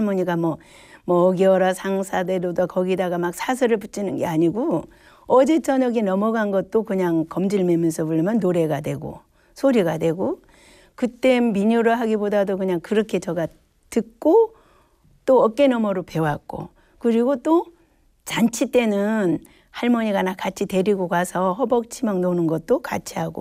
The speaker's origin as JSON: {"language": "Korean", "town": "Bukchon", "region": "Jeju", "country": "South Korea", "tie": "born there", "said": "조천루 북촌에서 태어났고"}